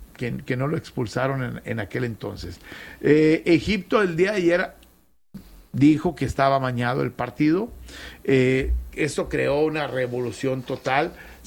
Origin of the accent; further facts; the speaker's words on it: France; pensando que como soy francés, le vamos a ayudar, voy en contra de los argentinos.